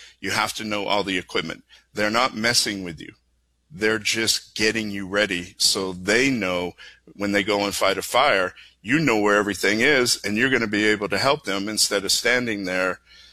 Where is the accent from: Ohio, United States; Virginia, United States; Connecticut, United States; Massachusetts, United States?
Massachusetts, United States; Boston; Don't hold it against me. I'm from Boston.